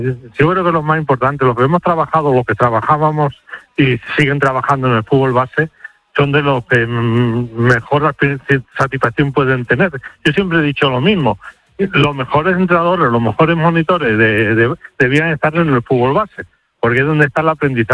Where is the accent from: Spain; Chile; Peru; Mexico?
Spain; now in Extremadura, Spain; Era sentimiento de ser español